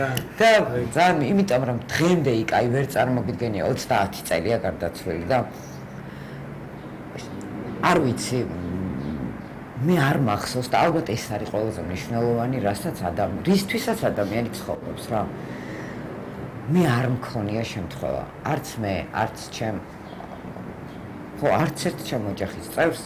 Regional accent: Tbilisi, Georgia; born or raised there

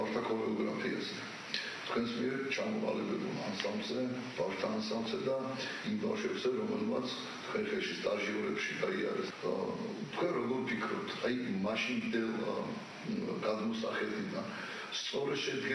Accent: Kutaisi, Imereti, Georgia; ჩემი კუთხე არის და ჩემი სიყვარულის ქალაქი არის ქუთაისი

